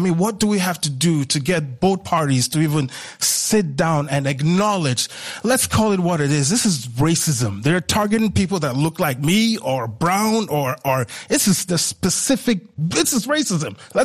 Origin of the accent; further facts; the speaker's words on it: West St. Paul, Minnesota, United States; I'm from West St. Paul, Minnesota.